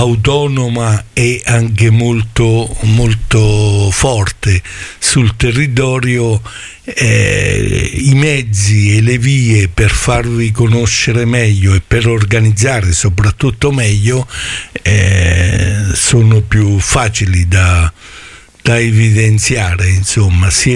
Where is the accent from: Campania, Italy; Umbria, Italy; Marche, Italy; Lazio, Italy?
Marche, Italy; Montappone; perché anch'io sono originario del Fermano, forse non del borgo più bello, anzi sicuro no, perché siamo in Santa Vittoria, ma sono di Mondappone